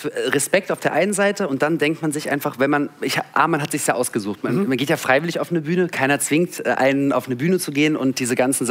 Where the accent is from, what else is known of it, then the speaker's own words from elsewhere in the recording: Berlin, Germany; Meine Eltern kommen aus der Sowjetunion und ich bin in Berlin aufgewachsen